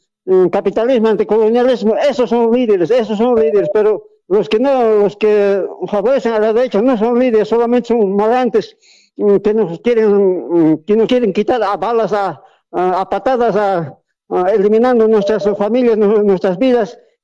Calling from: San Benito, Cochabamba, Bolivia; Estoy llamando desde San Benito, Valle Alto, provincia de Punata

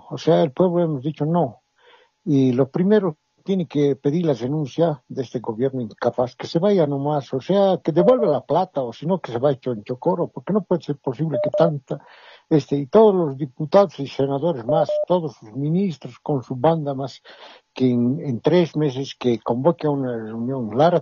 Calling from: Cochabamba, Bolivia; Desde Cochabamba

